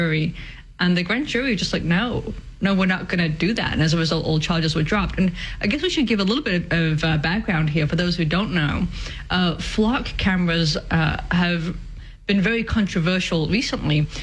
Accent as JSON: {"language": "English", "region": "England", "country": "United Kingdom", "tie": "born or raised there", "said": "And again, coming from the fact that I grew up in America, sorry, in England, it's a very alien concept to so many different people around the world."}